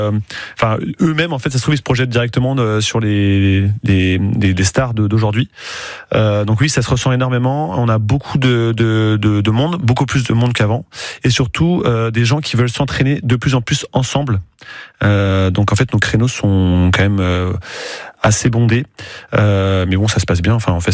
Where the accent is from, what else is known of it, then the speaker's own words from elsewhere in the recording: Le Mans, Pays de la Loire, France; born there; moi, j'adore l'abbaye de Lépau. Moi, j'habite vraiment juste à côté. Je suis à Lille au Sport. Donc, cet endroit me passionne depuis que je suis tout petit. J'y habite depuis j'ai 33 ans et ça fait 33 ans que j'y habite.